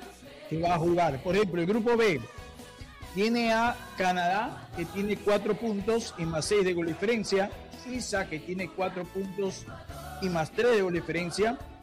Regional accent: Ecuador; Pero no, mi tierra es ecuatoriana y mi tierra es pobre, triste, pero ahí dándolo.

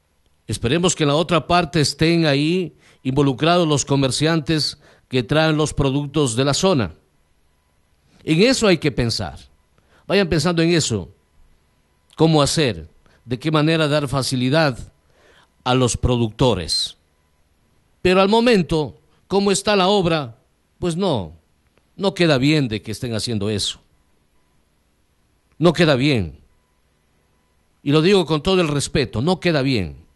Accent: Macas, Morona Santiago, Ecuador; los que somos de Macas

